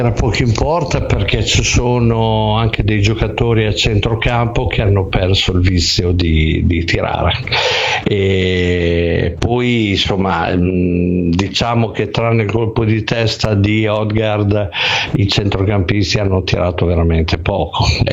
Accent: Bologna, Emilia-Romagna, Italy; come diciamo noi a Bologna, fai una bella lingua lunga

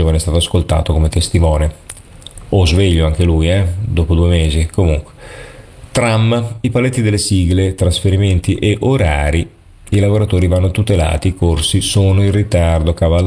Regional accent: Albania; now in Italy; Sono albanese, mio padre è un autista di bus nel mio paese

